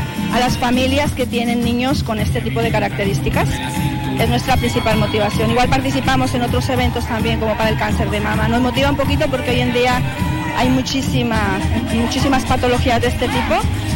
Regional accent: Colombia; moved away; yo soy de Colombia

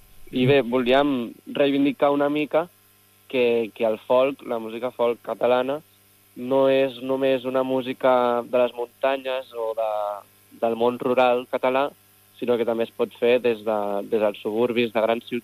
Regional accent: Sant Adrià de Besòs, Catalonia, Spain; la resta som d'extraradis a Barcelona, som de Prat de Llobregat, Hospitalet de Llobregat i jo de Sant Adrià de Besòs, que són tot ciutats de l'àrea metropolitana, però que no són de Barcelona.

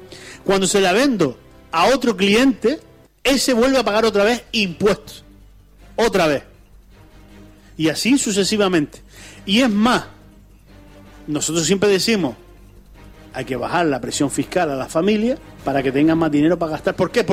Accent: Ingenio, Canary Islands, Spain; Yo soy de Ingenio, nosotros somos de Ingenio.

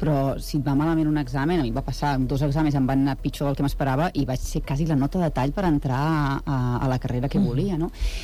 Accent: Lloret de Mar, Catalonia, Spain; Jo soc de Lloret de Mar i em va tocar anar fins a Girona.

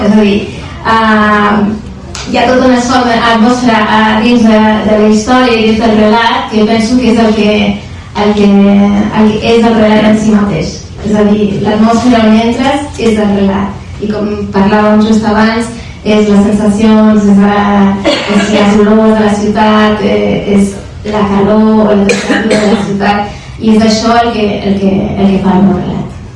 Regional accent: Barcelona, Catalonia, Spain; Jo soc de Nou Barris

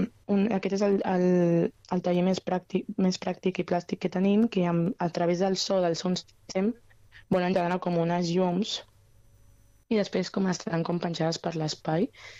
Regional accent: Mollet del Vallès, Catalonia, Spain; som de Mollet, hem estat creixent a Mollet

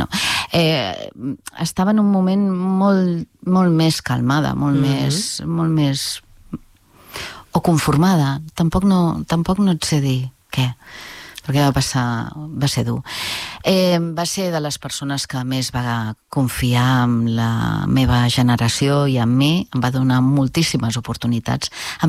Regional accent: Catalonia, Spain; Sí, molt més complicat. Però, a veure, és el meu idioma.

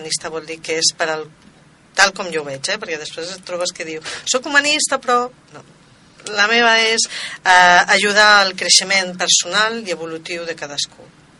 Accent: Barcelona, Catalonia, Spain; born there; moved away as an adult; also born or lived in Sant Esteve Sesrovires; jo sóc de Barcelona, de fet, vaig néixer a Barcelona

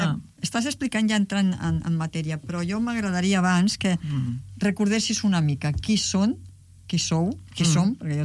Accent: Granada, Andalusia, Spain; moved away; jo també sóc granaïna.

